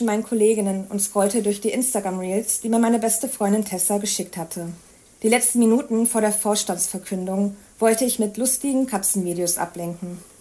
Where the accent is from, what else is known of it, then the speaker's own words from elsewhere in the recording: Hameln, Lower Saxony, Germany; moved away as an adult; also born or lived in Kentucky, United States; now in Hanover, Germany; Ja, also erstmal bin ich nicht nur Hannoveranerin, sondern ich bin auch gebürtige Hamelnerin. Genau, also ich bin hier aufgewachsen, habe hier mein Abitur gemacht. In Pötzen, in Hessisch-Ollendorf. Mein Abitur habe ich an der Elisabeth-Selbert-Schule in Hameln gemacht.